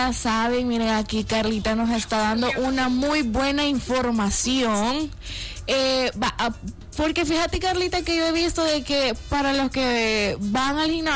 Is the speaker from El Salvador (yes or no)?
yes; El Salvador